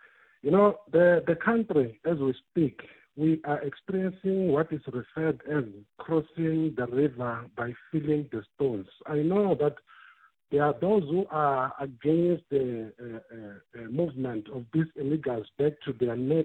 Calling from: Giyani, Limpopo, South Africa; the other tribal groups, such as mine, which are Mishitsoga speaking person, and Tsonga from Giani

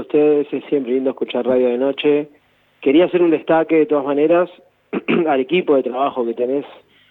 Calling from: Montevideo, Uruguay; desde Montevideo

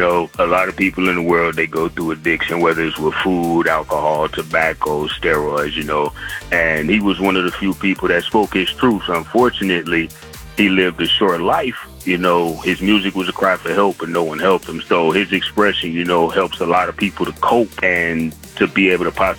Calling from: Tomball, Texas, United States; I'm listening from Tomball, man.

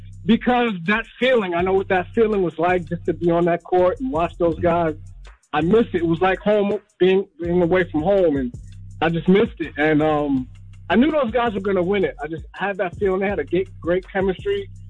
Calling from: New Jersey, United States; I'm calling from New Jersey. Just calling from New Jersey.

